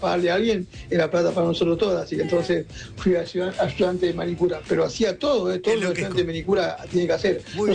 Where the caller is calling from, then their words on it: Tigre, Buenos Aires Province, Argentina; de Tigre.